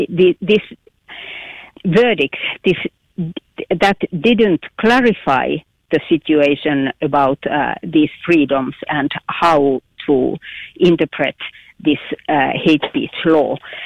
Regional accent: Finland

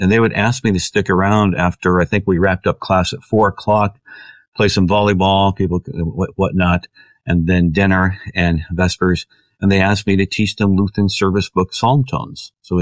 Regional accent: Indiana, United States; I'm from Indiana, so I know my corn and my soybeans

